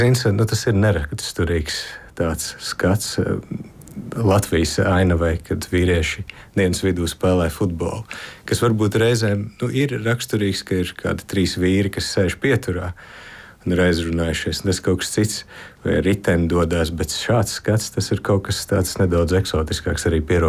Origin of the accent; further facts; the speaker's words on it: Selonia, Latvia; es pats esmu bērnību pavadījis Sēlijā, tad kādā ziņā man tā vide bija pazīstama.